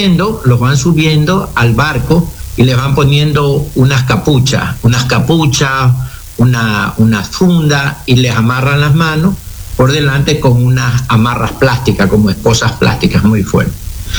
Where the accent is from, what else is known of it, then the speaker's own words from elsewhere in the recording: Manta, Manabí, Ecuador; yo soy abogado manabita de la ciudad de Manta. Vivo aquí toda mi vida, aquí nací.